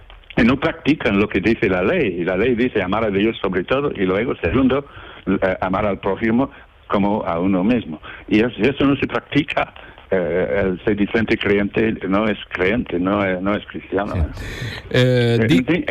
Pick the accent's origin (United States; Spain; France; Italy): Spain; Andalusia; porque somos andaluces, Lorca es andaluz y universal.